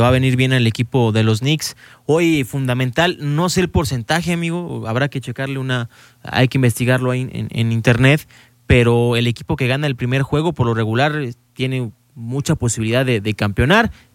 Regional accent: Mexico; O sea, uno aparte, como buen mexicano, somos muy entusiastas, ¿no?

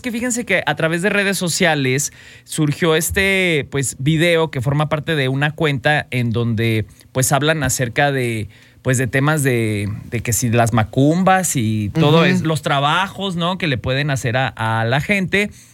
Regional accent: Jalisco, Mexico; Paisanos de Lagos. Ya ven que soy de Los Altos de Jalisco.

